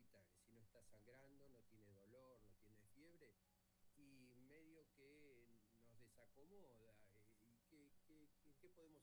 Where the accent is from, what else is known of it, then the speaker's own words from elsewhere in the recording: Neuquén, Argentina; quienes vivimos mayor parte de nuestra vida en territorio mapuche